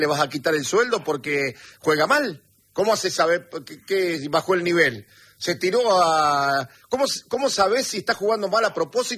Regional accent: Argentina; Como somos nosotros los argentinos que una vez que estamos en un lugar queremos

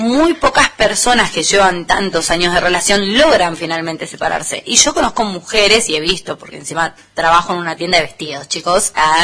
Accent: Buenos Aires, Argentina; born there; moved away as an adult; now in San Rafael, Argentina; yo nací en Buenos Aires, vivo hace 13 años en San Rafael, ya me siento más San Rafaelina que porteña

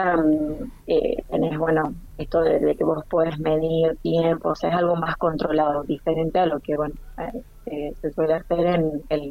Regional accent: Caleta Olivia, Santa Cruz, Argentina; born there; Mis papás no, yo y mis hermanos sí nacimos todos en Caleta. Mis papás son de Santiago del Estero y de Córdoba.

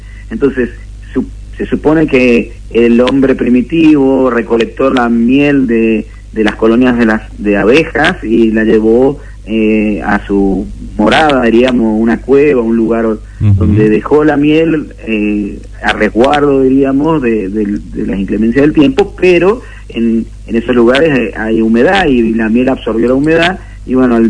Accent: Mendoza, Argentina; como mendocino, como apicultor, como miembro de la Sociedad Argentina de Apicultores.

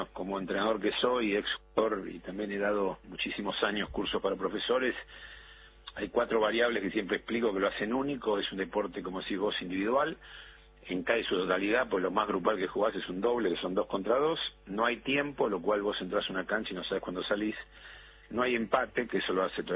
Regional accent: Argentina

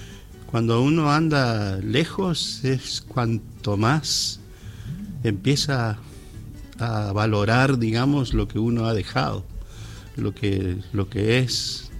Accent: La Cruz, Corrientes, Argentina; moved away; Yo me crié en La Cruz, un pueblo que está a 100 kilómetros al norte de Paso de los Libres. Un pueblo de raíz jesuítica que yo amo profundamente, porque allí viví una infancia y adolescencia felicísima

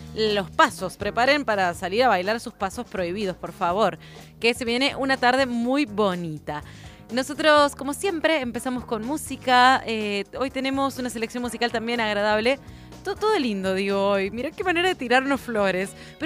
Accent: Santiago del Estero, Argentina; now in Córdoba, Argentina; soy de Santiago del Estero y me gusta muchísimo el calor, aunque sean 40.000 grados, no importa.

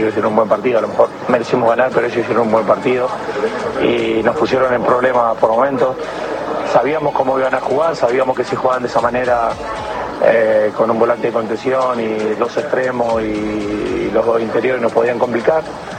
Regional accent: Argentina; dirán que porque soy argentino lo digo, pero muy difícil.

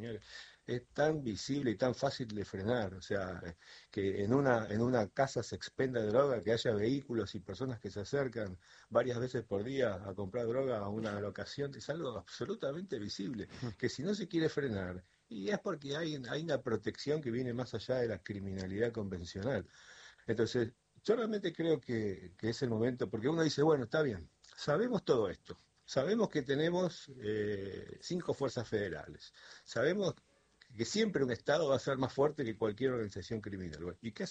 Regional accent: Argentina

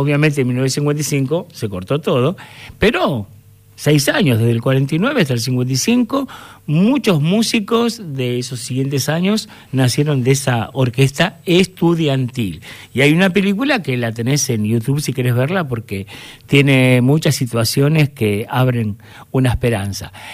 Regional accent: Avellaneda, Buenos Aires Province, Argentina; born there; yo nací en Avellaneda

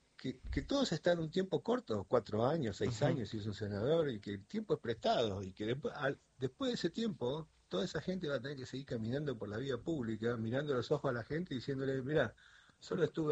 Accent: Argentina; Somos todos el mismo equipo, somos todos argentinos.

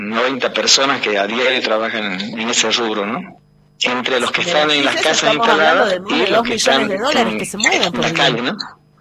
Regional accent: Yacuiba, Tarija, Bolivia; en el caso de Yacuiba, Caraparí y Villamonte, que somos el gran Chaco del departamento de Tarija, nos pasa que cuando pertenecemos al departamento de Tarija, pero no somos tarijeños, por ejemplo. Tenemos otras costumbres, otra identidad, otra forma de hablar

